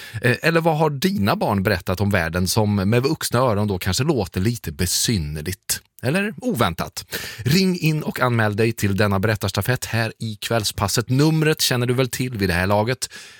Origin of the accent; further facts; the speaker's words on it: Munkfors, Värmland, Sweden; Det fanns ju inga i Munkfors där jag växte upp. Det var en stor höjdpunkt, man åkte in till Karlstad.